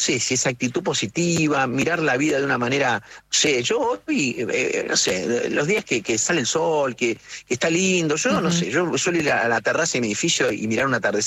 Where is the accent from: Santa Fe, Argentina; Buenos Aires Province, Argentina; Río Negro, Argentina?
Santa Fe, Argentina; Rafaela; also born or lived in Córdoba; uno considera que es del lugar donde hizo la escuela primaria y secundaria. Y yo me quedo con que soy de Rafaela, aun cuando haya nacido en Córdoba